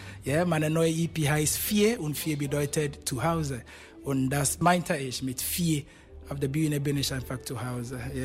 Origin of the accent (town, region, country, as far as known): Ghana; German is a second language; moved away as an adult; now in Germany